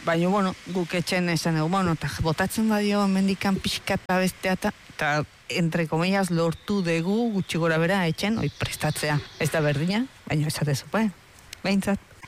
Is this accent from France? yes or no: no; Mexico; Ez, ni beti esaten dut mexikarra naizela. Hoi ala da. Baina beti erdi bihotza euskalduna.